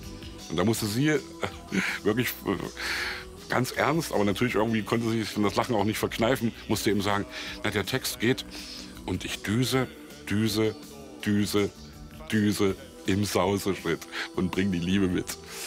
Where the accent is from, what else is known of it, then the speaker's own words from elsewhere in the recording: East Germany, Germany; ein Lied über mein erstes Westauto, ich als Ossi.